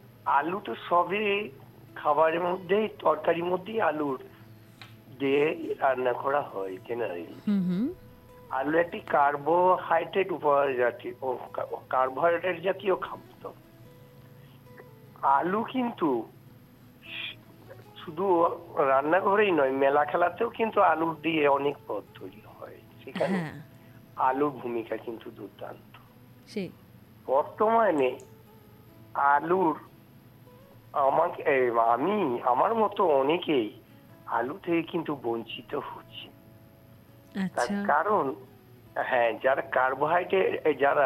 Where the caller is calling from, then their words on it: West Bengal, India; আমি ওয়েস্ট বেঙ্গল বীরভূম থেকে